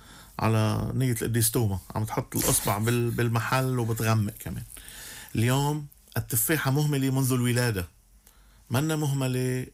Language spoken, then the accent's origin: Arabic; Kfardebian, Keserwan-Jbeil, Lebanon; وأنا بقول لك بضيعتي بكفر دبيان